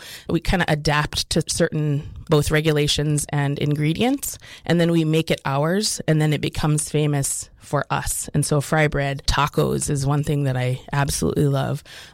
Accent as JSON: {"language": "English", "town": "Kotzebue", "region": "Alaska", "country": "United States", "tie": "born or raised there", "said": "So I grew up in Kotzebue in Sisolok, and we had an abundance of caribou."}